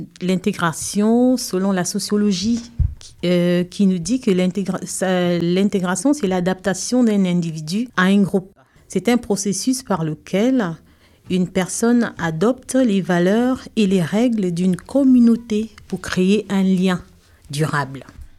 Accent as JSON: {"language": "French", "country": "Gabon", "moved": "as an adult", "lives_now": "France", "said": "Oui, je viens du Gabon. Ça fait 7 ans que je vis en France avec mes enfants."}